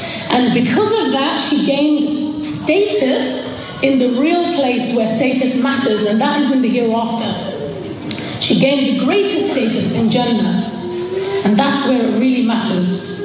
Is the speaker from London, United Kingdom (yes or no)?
yes; Hackney, London, United Kingdom; she used to walk on the streets of, we grew up in Hackney, she used to walk on the streets of Hackney